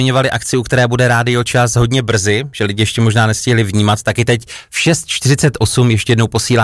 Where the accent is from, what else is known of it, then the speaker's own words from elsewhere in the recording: Opava, Moravian-Silesian Region, Czechia; bych se ještě jednou zastavil v mém rodném městě